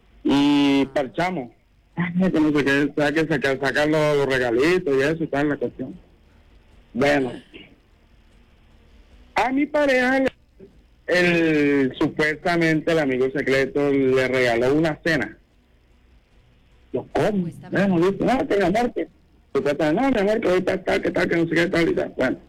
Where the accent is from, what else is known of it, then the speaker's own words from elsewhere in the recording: Caribbean Region, Colombia; now in Valle del Cauca, Colombia; O sea, yo vivo acá en el Valle, pero yo soy costeño.